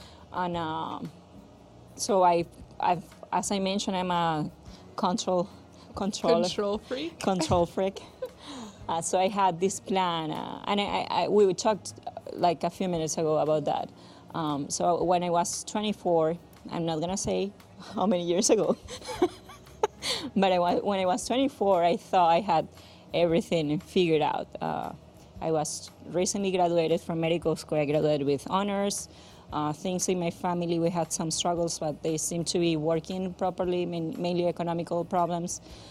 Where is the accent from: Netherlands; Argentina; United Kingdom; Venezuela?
Venezuela; moved away as an adult; also born or lived in Miami; now in Texas, United States; I'm from Venezuela.